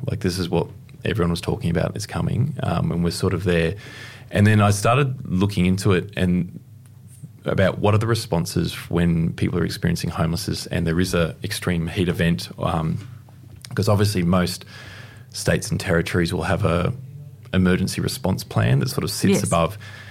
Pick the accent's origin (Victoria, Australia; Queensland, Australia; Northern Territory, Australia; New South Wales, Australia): New South Wales, Australia; I grew up in the Blue Mountains for a period as well